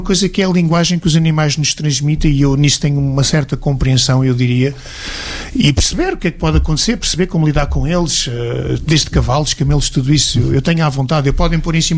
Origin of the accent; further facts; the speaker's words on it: Portugal; Let Kalmul Arabia, isso significa não falo árabe, Ana Portugali, sou árabe, sou português.